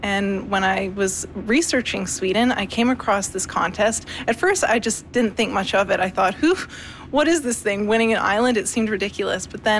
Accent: Barrier, British Columbia, Canada; I'm from Barrier, British Columbia

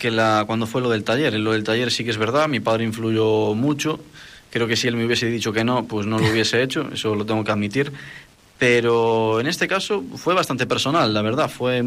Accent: Cedeira, Galicia, Spain; also born or lived in Ortigueira; now in Ferrol, Spain; desde Ortigueira, desde Ferrol, que también vivo en Ferrol, ando de un lado para otro, la verdad, pero bueno, también soy de Cedeira

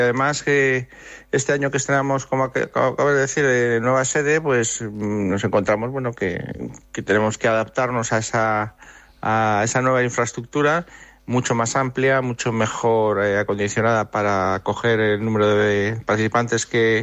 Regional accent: Valladolid, Castile and León, Spain

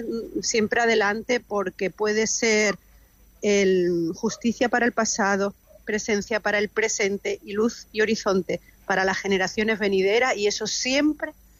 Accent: Linares, Andalusia, Spain; moved away as an adult; yo soy de Linares, de Jaén

